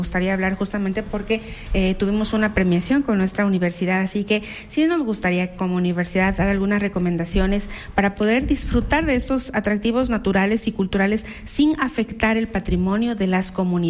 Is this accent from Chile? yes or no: no; Ecuador; yo soy ecuatoriano